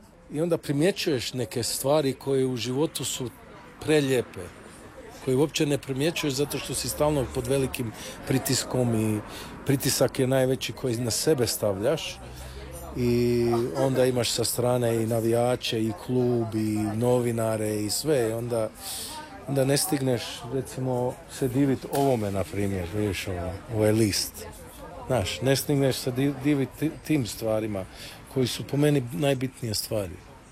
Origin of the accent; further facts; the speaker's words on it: Croatia; pita nas odakle ste, kažemo iz Hrvatske